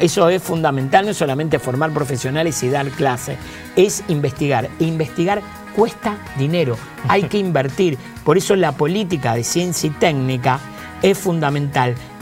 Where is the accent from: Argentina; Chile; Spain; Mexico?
Argentina